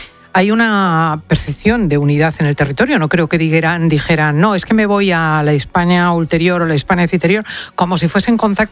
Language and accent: Spanish; Spain; como los españoles sabemos